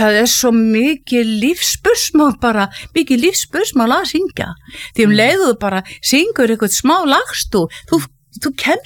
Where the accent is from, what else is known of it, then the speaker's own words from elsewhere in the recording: Hvolsvöllur, Southern Region, Iceland; En ég er fædd og uppalinn í Rangavallasýslunni og að mestu leiti á Hvolsvelli.